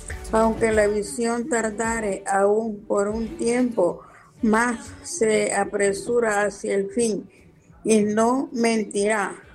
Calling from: San Pedro Sula, Cortés, Honduras; de San Pedro Sula.

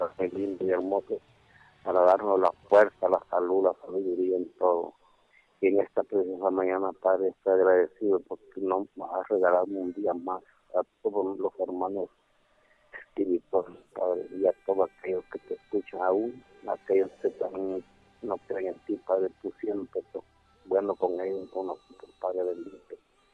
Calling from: Lepaterique, Francisco Morazán, Honduras; De Lepanterica

